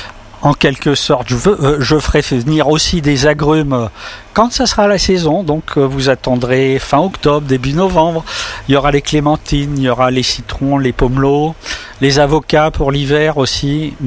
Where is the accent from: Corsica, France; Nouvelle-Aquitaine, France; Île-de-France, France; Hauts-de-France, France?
Corsica, France; now in Gannat, France; Moi, je suis originaire de la Kastanitch et de la Kazinka.